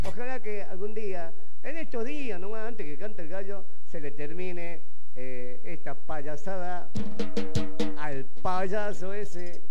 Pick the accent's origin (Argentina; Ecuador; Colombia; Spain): Argentina; yo no voy a ser paraguayo, por más que mi abuelo sea paraguayo, a mí que me interesa Paraguay. Yo me crié acá, y acá en mi país, me parieron acá.